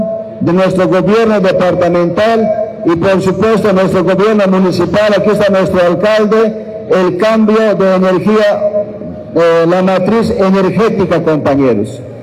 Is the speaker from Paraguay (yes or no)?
no; Bolivia